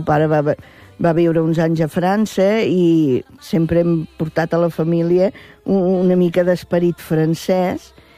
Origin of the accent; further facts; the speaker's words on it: Reus, Catalonia, Spain; Jo era alumna de les Domèniques de la Presentació a Reus, que a més sóc de Reus